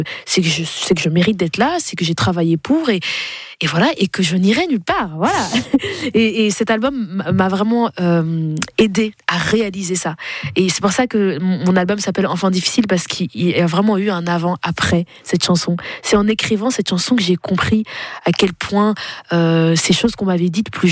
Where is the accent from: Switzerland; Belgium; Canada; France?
Belgium; Flanders; en plus moi j'ai grandi en Flandre, donc la partie flamande de la Belgique.